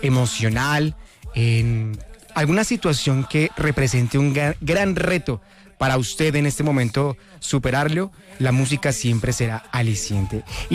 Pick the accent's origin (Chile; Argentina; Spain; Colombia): Colombia